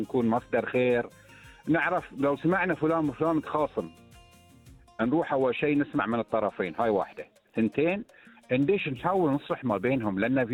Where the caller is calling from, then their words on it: Bahrain; انا بحريني